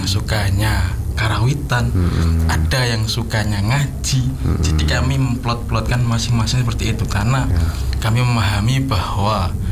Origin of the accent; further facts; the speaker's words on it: Java, Indonesia; kami orang Jawa, tidak bisa jauh dari budaya, apalagi tentang Jawa.